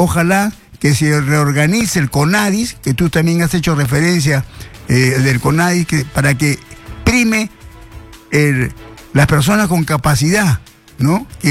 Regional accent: Peru; nosotros como peruanos

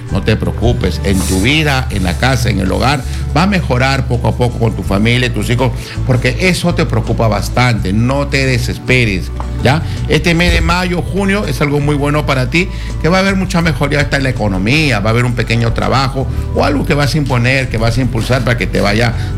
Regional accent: Trujillo, La Libertad, Peru; now in Lima, Peru; De Trujillo. Somos de Trujillo.

